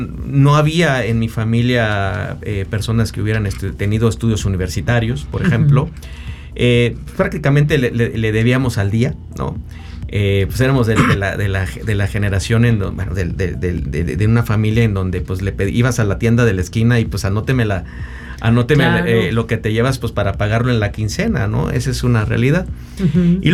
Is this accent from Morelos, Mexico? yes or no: no; San Luis Potosí, Mexico; soy soy de San Luis Potosí, no tengo hermanos.